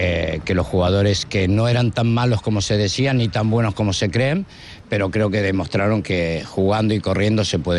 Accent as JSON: {"language": "Spanish", "country": "Argentina", "lives_now": "Spain", "said": "A ver, yo como buen argentino creo que sí, que hay esperanza."}